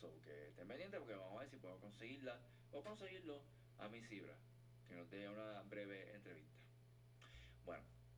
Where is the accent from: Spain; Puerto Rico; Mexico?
Puerto Rico